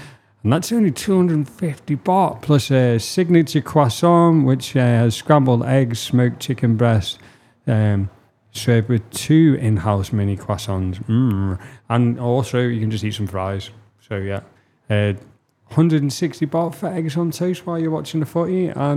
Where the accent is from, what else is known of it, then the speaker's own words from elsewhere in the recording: England, United Kingdom; I'm an English man.